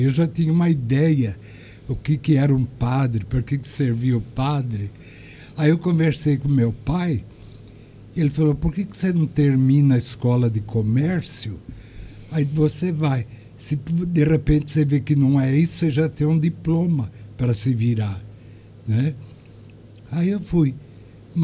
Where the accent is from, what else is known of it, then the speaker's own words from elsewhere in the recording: Taquaritinga, São Paulo, Brazil; Eu nasci em Taquaritinga e lá morei uma grande parte da minha vida, né? Estudei lá, me formei.